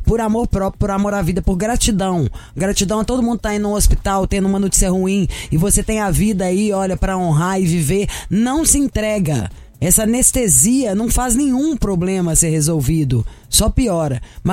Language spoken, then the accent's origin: Portuguese; Minas Gerais, Brazil; Sou de Minas, onde se bebe demais.